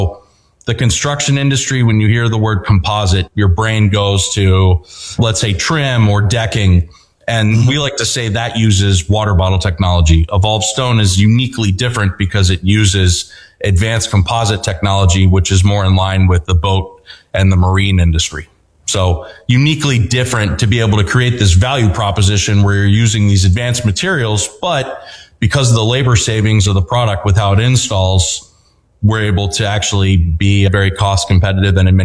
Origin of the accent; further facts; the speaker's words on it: Mid-Atlantic, United States; We're from the Mid-Atlantic.